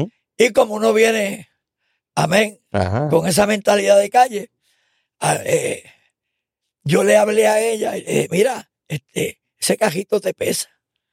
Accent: Ponce, Puerto Rico; yo me crié en Ponce

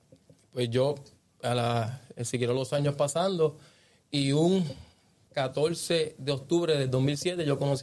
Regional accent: Caguas, Puerto Rico; soy del pueblo de Cagua, pertenecemos a la iglesia La Trompeta de Jesucristo, que está en el barrio de las Piñas, en Junco.

